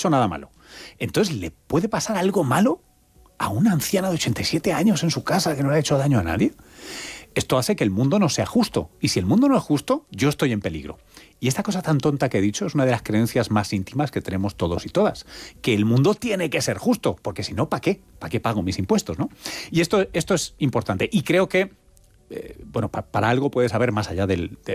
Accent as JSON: {"language": "Spanish", "town": "Tomelloso", "region": "Castilla-La Mancha", "country": "Spain", "said": "El de mi padre, mi familia. … de Tomelloso."}